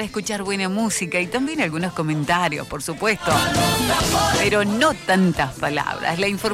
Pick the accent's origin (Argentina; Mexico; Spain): Argentina; Honrando nuestras costumbres argentinas